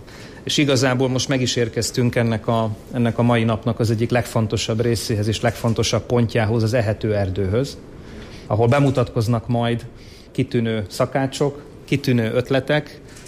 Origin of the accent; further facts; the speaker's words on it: Miskolc, Borsod-Abaúj-Zemplén, Hungary; büszke városvezetőként és büszke miskolciként